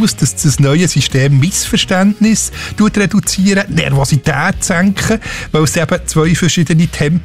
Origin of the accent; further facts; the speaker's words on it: Bern, Switzerland; Wir als Berner sind dort, glaube ich, ein bisschen überfordert, werden immer angestoßen.